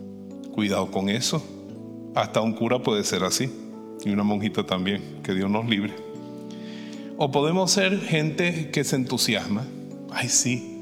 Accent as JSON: {"language": "Spanish", "country": "Venezuela", "moved": "yes", "said": "Ella vivía allá en mi tierra, en Venezuela."}